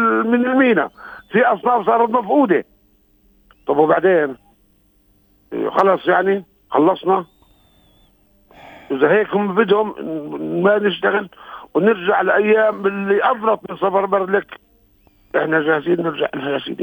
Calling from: Palestine; احنا مصلحتنا كمواطنين كفلسطينيين

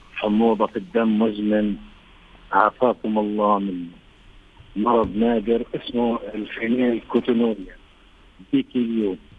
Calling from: Gaza, Gaza Strip, Palestine; أنا من غزة.

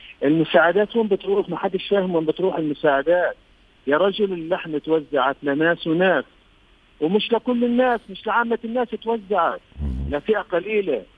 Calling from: Gaza, Gaza Strip, Palestine; أنا من غزة.

